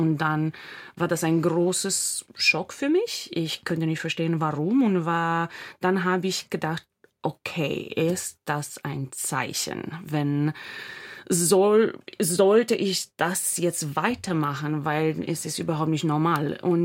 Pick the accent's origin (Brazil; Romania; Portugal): Romania; German is a second language; moved away as an adult; now in Berlin, Germany